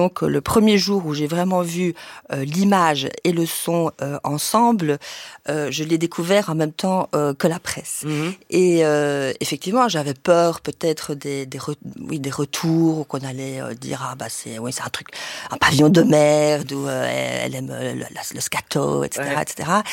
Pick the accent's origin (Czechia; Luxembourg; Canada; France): Luxembourg; moved away as an adult; also born or lived in Brussels, Belgium; Disons, oui, je suis née à Bruxelles, d'une mère espagnole, d'un père belge. Ensuite, j'ai grandi au Grand-Duché de Luxembourg et j'ai vécu jusqu'à mes 18 ans.